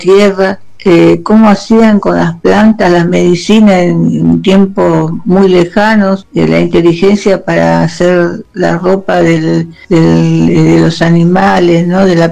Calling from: El Talar, Buenos Aires Province, Argentina; de Talar.

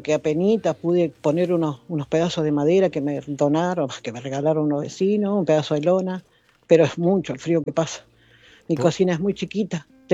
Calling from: Manuel Alberti, Buenos Aires Province, Argentina; Vivo en Manuel Alberti, Partido de Pilar, barrio Los Perales.

